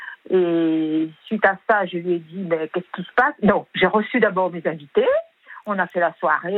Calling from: Switzerland; je viens de Suisse

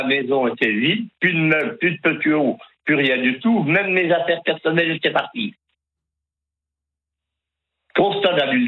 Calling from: Dijon, Bourgogne-Franche-Comté, France; Je suis à la Banque alimentaire de Bourgogne, à Dijon.

